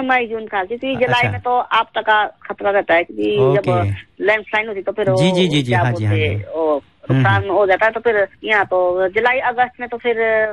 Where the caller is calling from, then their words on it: Shimla, Himachal Pradesh, India; मैं प्रॉपर शिमला से हूँ, मैं अपने क्षेत्र में रहता हूँ, मैं हिमाचल का स्थानीय से हूँ